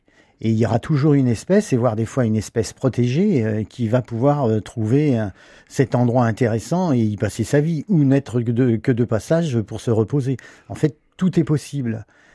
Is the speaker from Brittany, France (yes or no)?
yes; Brittany, France; Moi, je l'observais sur la Sèvre nantaise, puisque je suis breton d'origine.